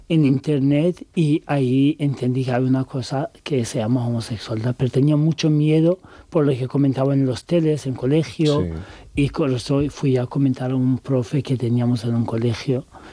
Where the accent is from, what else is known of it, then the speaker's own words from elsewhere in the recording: Tehran, Tehran Province, Iran; Spanish is a second language; yo crecí en Teherán, los años en infancia mi familia mudaron a Teherán, pero nunca tuve el valor de volver y vivir ahí